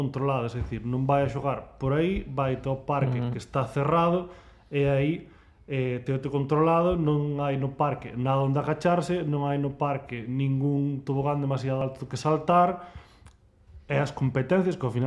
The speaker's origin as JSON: {"language": "Galician", "town": "Laxe", "region": "Galicia", "country": "Spain", "said": "Ya son de Laxe."}